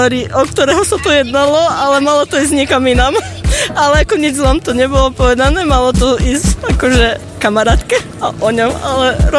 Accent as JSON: {"language": "Slovak", "town": "Rimavská Píla", "region": "Banská Bystrica Region", "country": "Slovakia", "moved": "yes", "lives_now": "Smrdáky, Slovakia", "said": "pochádzam zo stredného Slovenska z Rimovskej Píly, ale teraz momentálne pôsobím okres Senica. Bývame v Smrdákoch, do evanjelického zboru chodíme v Čáčove a ešte chodíme aj na skupinku do Sobotišťa"}